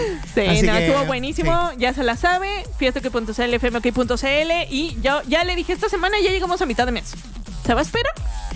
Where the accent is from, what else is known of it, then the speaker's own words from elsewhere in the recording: Mexico; Además tengo familia ya, como buena mexicana.